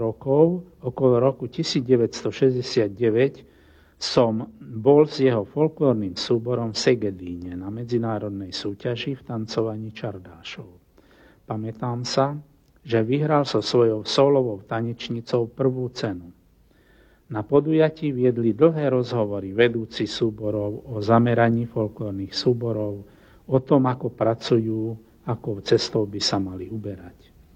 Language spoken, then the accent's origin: Slovak; Bratislava, Bratislava Region, Slovakia; Priznám sa, že ako Bratislavčan som nerozumel začiatku tejto piesne.